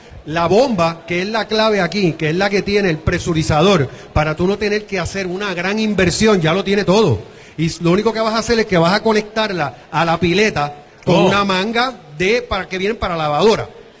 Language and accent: Spanish; Puerto Rico; digo puertorriqueños y me sumo en esa lista porque soy boricua